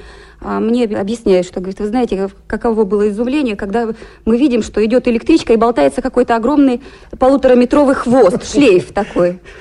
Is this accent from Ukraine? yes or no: no; Gorno-Altaysk, Altai Krai, Russia; born there; Родилась я в Сибири, в Горно-Алтайске, на земле Василия Макаровича Шукшина.